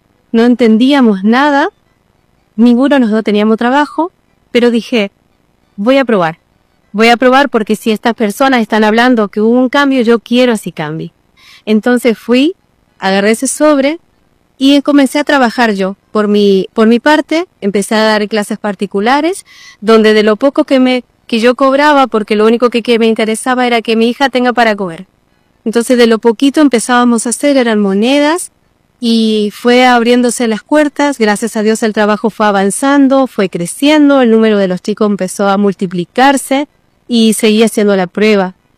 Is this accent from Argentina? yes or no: yes; Goya, Corrientes, Argentina; also born or lived in Tandil; soy de Goya Corrientes, de la Iglesia Universal de Goya.